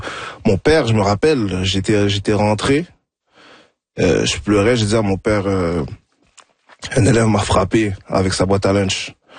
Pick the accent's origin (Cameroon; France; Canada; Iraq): Cameroon; Ouais, la famille, mais après c'est mon pays d'origine. Quand même, c'est la culture camerounaise